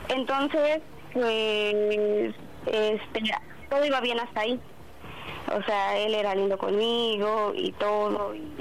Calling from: Mexico City, Mexico; Tengo 24 y soy de la Ciudad de México.

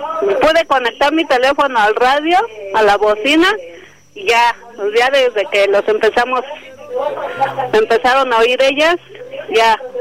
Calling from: Mexico City, Mexico; De aquí, de la delegación de Iztapalapa

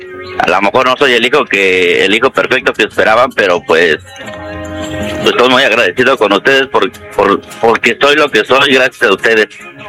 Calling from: Atotonilco de Tula, Hidalgo, Mexico; Bueno, ahorita soy de Atotonilco, de Tula, pero ahorita voy para Aguascalientes.

